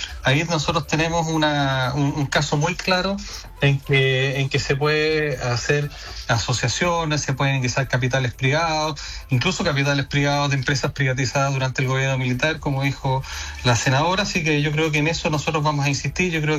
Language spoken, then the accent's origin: Spanish; Chile; los chilenos tenemos todo el derecho a preguntarnos qué empresa queremos